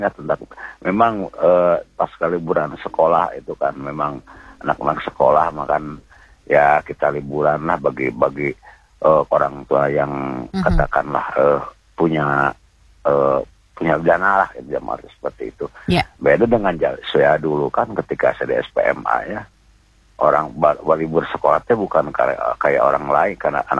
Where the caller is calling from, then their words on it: Garut, West Java, Indonesia; Ke pantai Santolo itu kan tempat saya kan, jauh sekali kan. 100 kilo itu kan di Garut Selatan kan paling ujung kan.